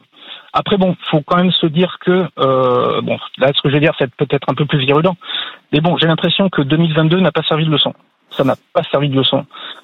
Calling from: Audenge, Nouvelle-Aquitaine, France; J'habite à Audenge, ouais. Parce que j'ai fait construire à Audenge

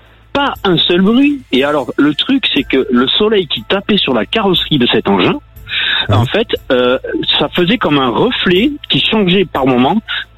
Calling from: Anglet, Nouvelle-Aquitaine, France; Moi je suis de Angleterre.

